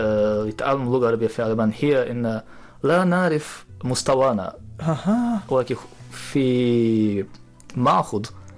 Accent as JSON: {"language": "Arabic", "country": "Japan", "second_language": "Arabic", "said": "في اليابان ليس عندنا وقت لتعلم محادثة واستسمع ولكن في عمان طبعا كلنا أصحابي هم عمانيون"}